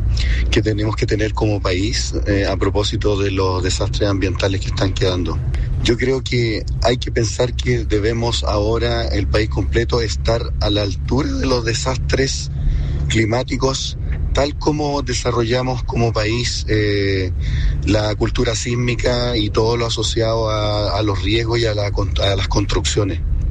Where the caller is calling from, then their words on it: Puerto Montt, Los Lagos, Chile; de Puerto Montt.